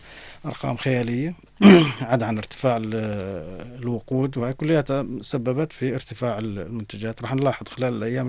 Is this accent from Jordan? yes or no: yes; Jordan; عندنا في الأردن